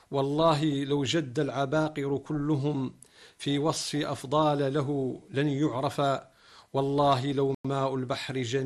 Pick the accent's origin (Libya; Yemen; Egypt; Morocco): Morocco